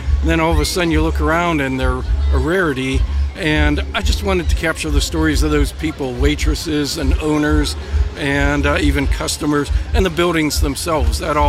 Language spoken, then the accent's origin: English; West Mifflin, Pennsylvania, United States; I have spent my entire life living in West Mifflin.